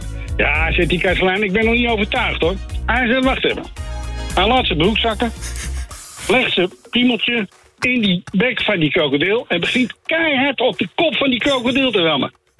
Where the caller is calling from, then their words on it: Amsterdam, North Holland, Netherlands; Amsterdam.